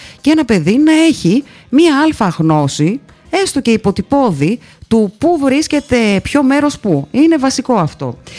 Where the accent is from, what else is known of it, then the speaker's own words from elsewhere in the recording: Larissa, Thessaly, Greece; moved away; Διότι είμαι άρτη αφιχθήσα, όπως λέμε και στο χωριό μου, από την έτσι ιδιαίτερα πατρίδα μου, από τη Λάρισα.